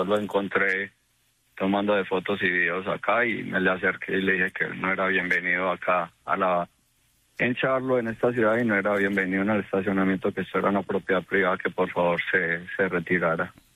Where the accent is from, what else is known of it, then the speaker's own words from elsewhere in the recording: Antioquia, Colombia; somos de sangre paisa, sangre de arrieros. Yo fui exmilitar en Colombia.